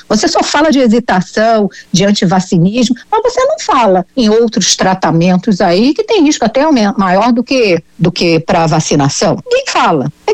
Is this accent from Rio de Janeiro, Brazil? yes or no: yes; Rio de Janeiro, Brazil; Eu sou do estado do Rio de Janeiro e trabalho no Rio de Janeiro.